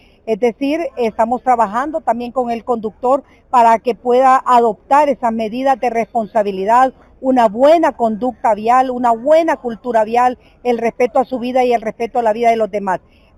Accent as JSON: {"language": "Spanish", "country": "Honduras"}